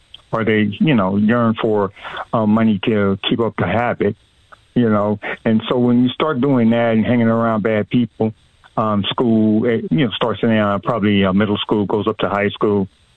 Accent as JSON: {"language": "English", "town": "Los Angeles", "region": "California", "country": "United States", "tie": "born or raised there", "said": "And I'm from South Central Los Angeles originally, so I grew up right there."}